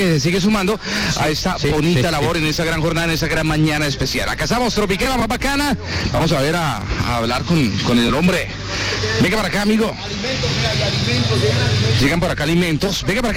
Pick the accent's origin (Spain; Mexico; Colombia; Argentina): Colombia; Nosotros como colombianos, me gusta esto, vea, de que somos una familia